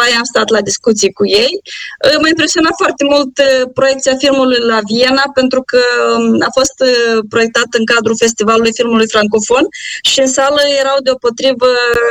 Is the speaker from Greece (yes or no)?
no; Funduri Vechi, Glodeni District, Moldova; pentru că a filmat la Funduri Vechi, m-ai întrebat unde a filmat la Funduri Vechi, este satul meu de Baștenă. Am filmat în casa părinților mei, am filmat în casa bunicilor mei